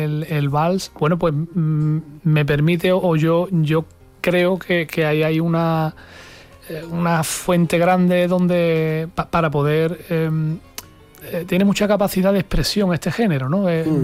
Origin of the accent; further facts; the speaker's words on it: Huelva, Andalusia, Spain; el genio de mi tierra, de Huelva